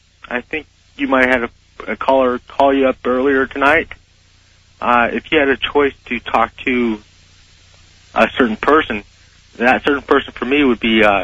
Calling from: San Diego, California, United States; from San Diego.

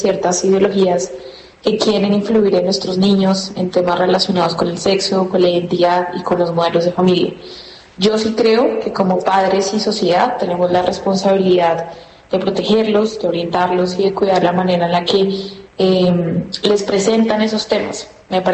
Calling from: Colombia; soy de Colombia

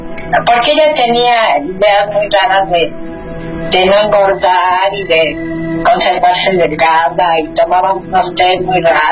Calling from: Tlalnepantla, State of Mexico, Mexico; De Tlalnepantla.

